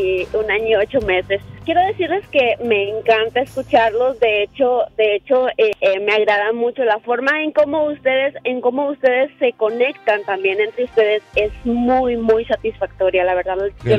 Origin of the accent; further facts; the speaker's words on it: Nicaragua; moved away; Soy nicaragüense. Los escucho desde el primer día que llegué.